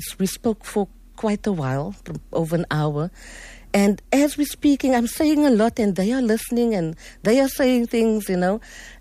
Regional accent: Mitchells Plain, Western Cape, South Africa; And growing up in Mitchell's Plain and having to deal with the social ills and then the station strangler. And I grew up in that era.

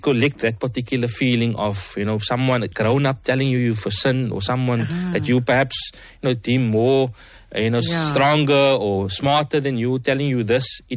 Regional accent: Cape Town, Western Cape, South Africa; So I grew up in Lavender Hill and as well as Grassy Park area.

